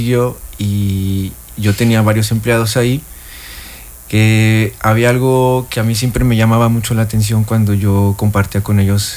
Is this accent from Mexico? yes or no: yes; Guadalajara, Jalisco, Mexico; Yo soy de Guadalajara.